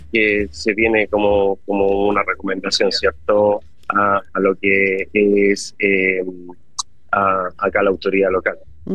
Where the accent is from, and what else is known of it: Chile